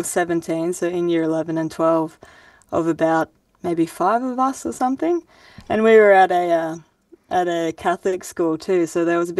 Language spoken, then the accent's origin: English; Grafton, New South Wales, Australia; I grew up in Grafton. It's like a small town, about 25 to 30,000 people, northern New South Wales.